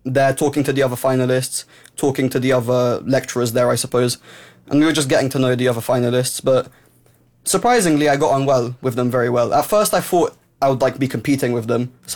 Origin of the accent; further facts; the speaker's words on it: Luton, East of England, United Kingdom; I'm from Luton.